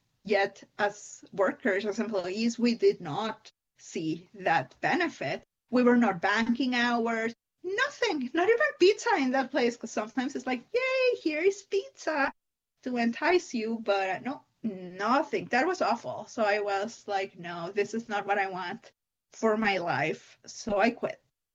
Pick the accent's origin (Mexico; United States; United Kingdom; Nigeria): Mexico; now in Canada; I am originally from Mexico. I grew up going to like Catholic private school